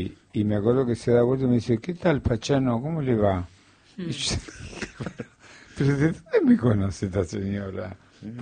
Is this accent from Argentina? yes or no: yes; Tostado, Santa Fe, Argentina; yo soy de Tostado, o sea que también soy